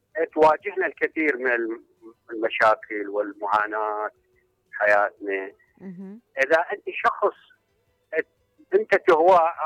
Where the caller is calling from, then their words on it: Kut, Wasit, Iraq; الشاعر من الكوت.